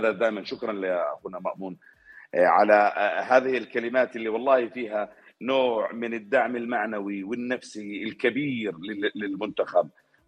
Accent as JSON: {"language": "Arabic", "country": "Jordan", "said": "جعلتنا كأردنيين"}